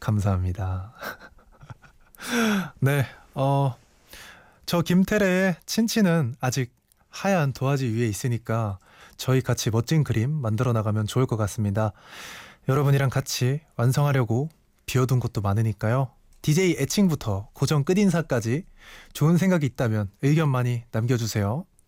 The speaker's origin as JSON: {"language": "Korean", "town": "Cheonan", "region": "South Chungcheong", "country": "South Korea", "tie": "born there", "said": "충청남도 천안에서 태어났고요. 02년생입니다."}